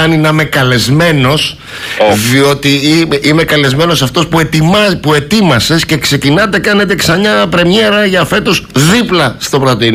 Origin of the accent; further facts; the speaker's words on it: Athens, Attica, Greece; Τα Πετράλωνα είναι το χωριό μου.